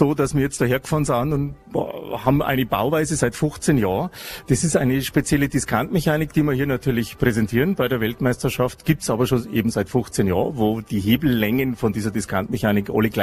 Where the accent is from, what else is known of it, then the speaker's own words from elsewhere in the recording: Bavaria, Germany; Ich komme ja aus Niederbayern